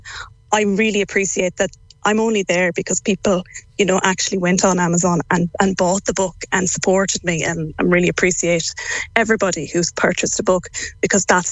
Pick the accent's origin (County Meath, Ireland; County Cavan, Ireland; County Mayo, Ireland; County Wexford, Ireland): County Mayo, Ireland; Swinford; I'm actually from Park Road in town, from a real townie.